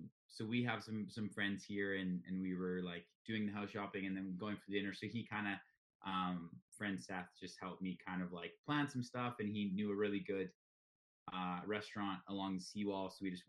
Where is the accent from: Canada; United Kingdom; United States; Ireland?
Canada; Lethbridge, Alberta; And then did most of my growing up in Lethbridge.